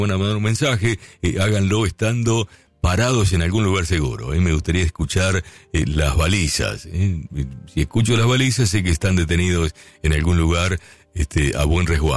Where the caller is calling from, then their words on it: Acasuso, Buenos Aires Province, Argentina; Hola, Oscar, buenas noches. … de Acasuso.